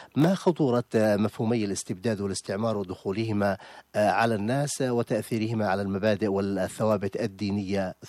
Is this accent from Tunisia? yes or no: no; Yemen; التي من المعروف أننا كيمنيين دولة مسلمة أساسها الإسلام